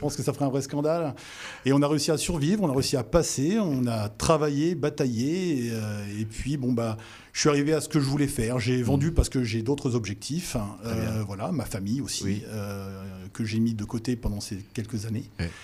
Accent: Marcilly-en-Villette, Centre-Val de Loire, France; born there; moved away as an adult; also born or lived in La Rochelle; Alors, je suis à l'origine de Marcilly-en-Villette.

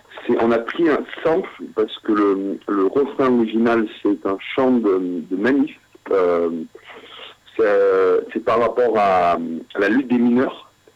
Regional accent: Scotland, United Kingdom; accent: Scottish; French is a second language; Et en plus, mon accent écossais qui varie sort de temps en temps dans les paroles, ça aide pas aussi.

